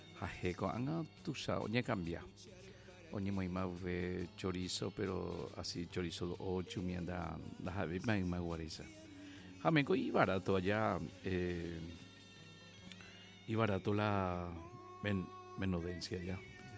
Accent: Paraguay; Somos un paraguayo sangre pura.

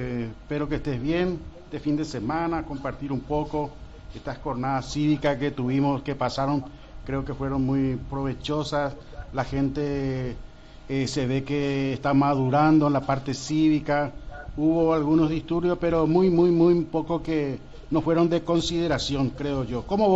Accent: Paraguay; Como paraguayos tenemos que unirnos todos y trabajar, buscar el bien común por sobre todas las cosas.

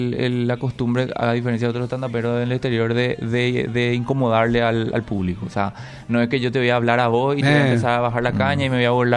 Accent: Lambaré, Central, Paraguay; yo técnicamente no soy lo de Asunción, yo soy de Lambaré

